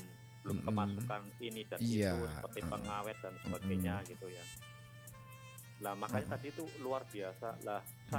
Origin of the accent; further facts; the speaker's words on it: Indonesia; Sedangkan dari Bobotsari ke tempat desa aku itu 30 kilo, Mas.